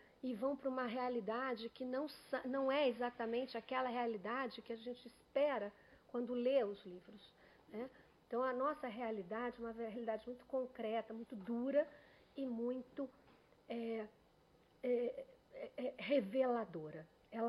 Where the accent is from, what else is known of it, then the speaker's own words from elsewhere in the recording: São Paulo, Brazil; born there; now in Rio de Janeiro, Brazil; eu sou paulista, eu sou nascida aqui. Então, eu me carioquei, a vida me cariocou, mas eu sou daqui.